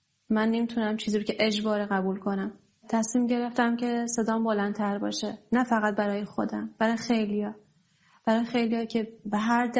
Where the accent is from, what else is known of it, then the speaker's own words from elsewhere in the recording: Iran; moved away; چون در کشور خب دور افتاده از ایران هستم، دور از خانواده و وطنم هستم.